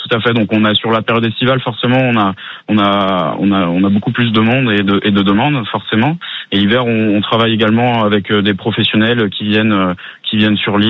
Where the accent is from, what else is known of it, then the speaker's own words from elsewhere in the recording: La Rochelle, Nouvelle-Aquitaine, France; moved away as an adult; now in Var, France; Je suis originaire de La Rochelle